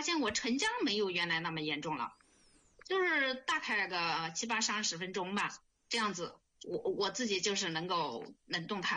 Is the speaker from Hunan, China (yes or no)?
yes; Hunan, China; 哎，我是湖南的。